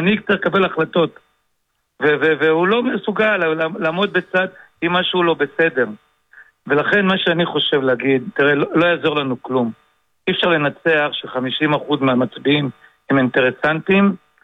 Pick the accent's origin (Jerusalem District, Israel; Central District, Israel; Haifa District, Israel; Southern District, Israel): Haifa District, Israel; Hadera; גם אני גדלתי בגבעת אולגה.